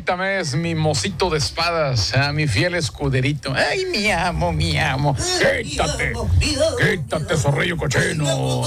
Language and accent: Spanish; San Nicolás de los Garza, Nuevo León, Mexico; Yo soy de San Nicolás, mi hija es de Apodaca, ¿verdad?